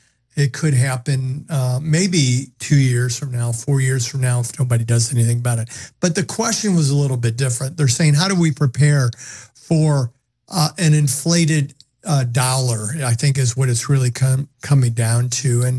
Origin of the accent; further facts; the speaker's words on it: United States; maybe I'm a little biased because I'm an American